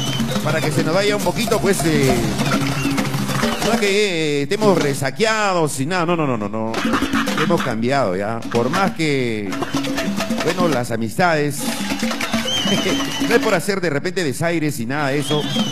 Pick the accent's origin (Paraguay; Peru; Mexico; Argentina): Peru; identificándonos como siempre, pues, como buen peruano